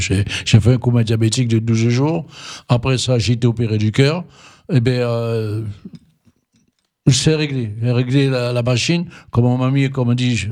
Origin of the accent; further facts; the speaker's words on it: French Guiana; now in France; moi je suis Guyanais